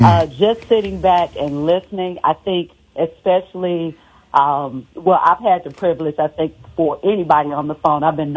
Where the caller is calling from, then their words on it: St. Louis, Missouri, United States; I'm calling from St. Louis, Missouri.